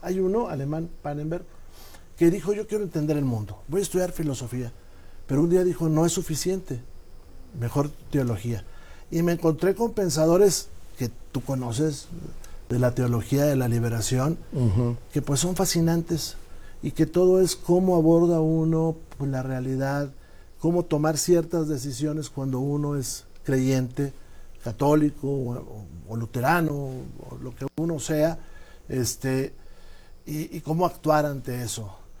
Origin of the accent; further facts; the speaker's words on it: Coahuila, Mexico; En mi tierra hubo algunos, pocos, en el sur, en Parras y en Saltillo